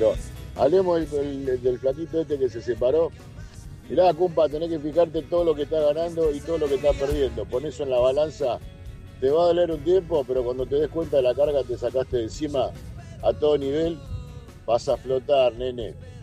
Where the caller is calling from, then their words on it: Lomas de Zamora, Buenos Aires Province, Argentina; ¿Cómo anda acá … de Lomas?